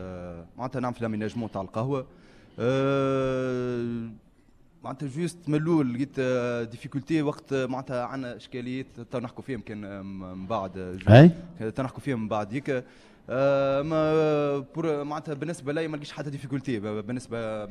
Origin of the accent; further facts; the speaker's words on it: Tunisia; والحومة معتها نعرفها ملي أنا صغير مخاطر تربيت في الحومة هذية